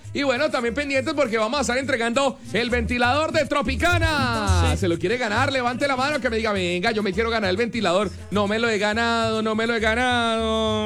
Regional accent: Neiva, Huila, Colombia; que somos de Neiva, del Huila.

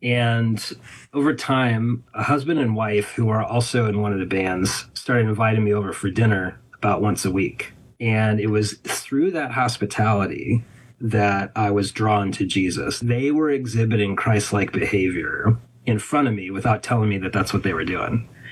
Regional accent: United States; especially as an American

